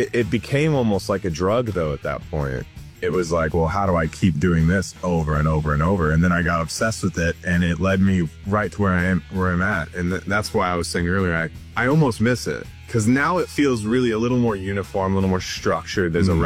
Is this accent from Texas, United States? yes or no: yes; Texas, United States; born or raised there